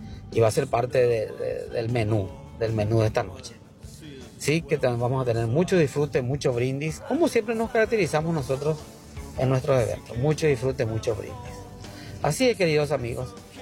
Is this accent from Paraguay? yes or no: yes; Paraguay